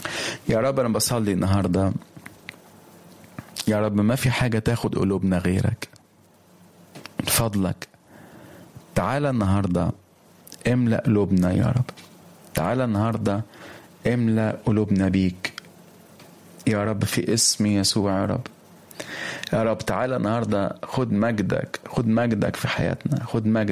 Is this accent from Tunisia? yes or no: no; Egypt; هنصلي من اجل الاعلام في بلادنا مصر